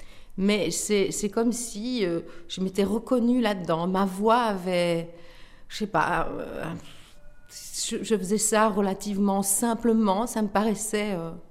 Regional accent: Verviers, Wallonia, Belgium; born there; Oui, tout à fait, je suis née à Verviers, oui.

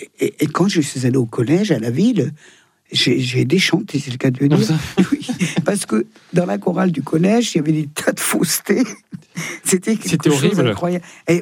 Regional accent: Thonon-les-Bains, Auvergne-Rhône-Alpes, France; born there; Je suis née à Thonon.

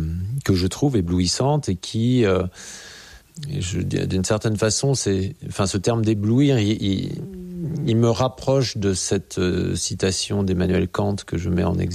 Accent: Grenoble, Auvergne-Rhône-Alpes, France; born there; je suis né à Grenoble, donc il y avait le Sapet, les plateaux autour de Grenoble

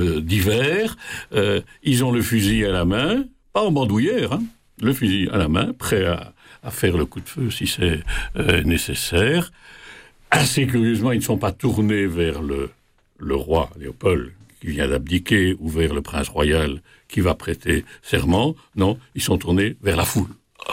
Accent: Liège, Wallonia, Belgium; born or raised there

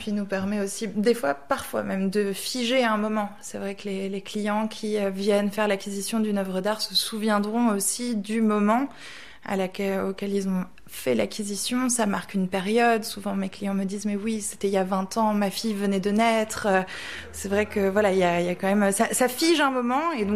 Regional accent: Pont-Aven, Brittany, France; born there; moved away; Je suis née en Bretagne. J'ai toujours nourri l'idée et l'envie de revenir vivre en Bretagne. Et c'est aujourd'hui chose faite. J'ai ouvert la galerie il y a 5 ans. Et je me suis à nouveau installée ici, sur la place Julia à Pont-Aven

